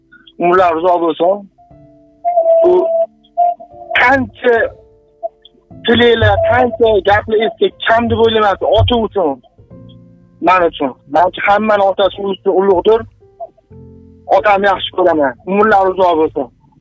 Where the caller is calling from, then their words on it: Tashkent, Uzbekistan; Toshkentdan